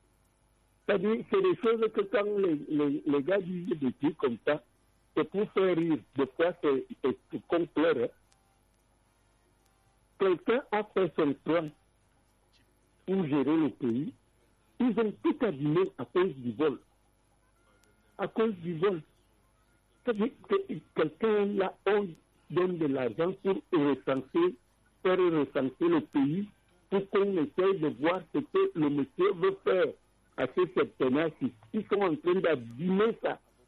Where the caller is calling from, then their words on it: Cameroon; C'est ce qui se passe chez nous au Cameroun